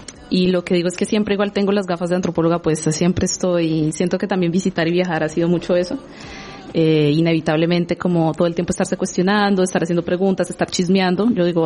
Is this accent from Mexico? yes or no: no; Cali, Valle del Cauca, Colombia; También caleña